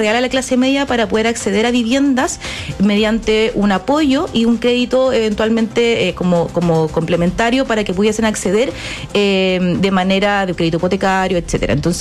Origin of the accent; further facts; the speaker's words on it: Buenos Aires, Argentina; te conozco desde muy chica, uh-huh, también, soy porteña